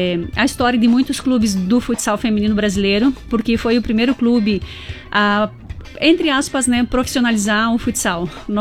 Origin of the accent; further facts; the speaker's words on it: Chapecó, Santa Catarina, Brazil; moved away as an adult; also born or lived in Spain; Sou barriga verde, sou natural aqui de Chapecó.